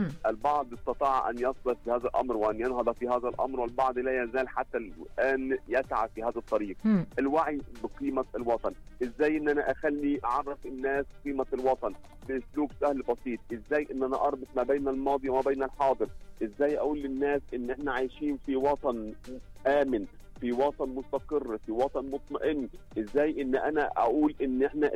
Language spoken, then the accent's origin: Arabic; Egypt; احنا مصريين